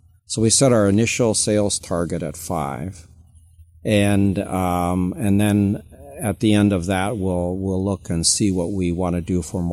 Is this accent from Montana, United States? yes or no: yes; Billings, Montana, United States; We're working with Aerotronics on the avionics in Billings, Montana, and I'm from Billings, Montana, so they're almost part of the family as far as I'm concerned.